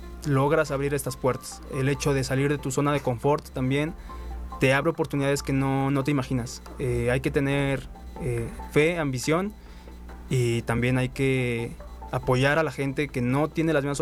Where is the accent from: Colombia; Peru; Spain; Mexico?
Mexico; somos mexicanos.